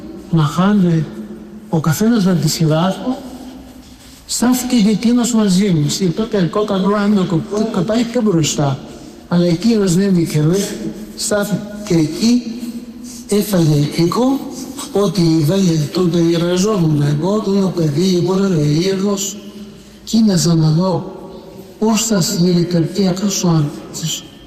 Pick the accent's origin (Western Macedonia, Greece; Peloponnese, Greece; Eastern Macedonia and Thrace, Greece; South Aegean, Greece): South Aegean, Greece; Patmos; moved away; also born or lived in Mount Athos; Μικρό παιδί εκεί πέρα από το νησί μου που είναι η πατρίδα μου, το ειδόνισσο της Πάτμου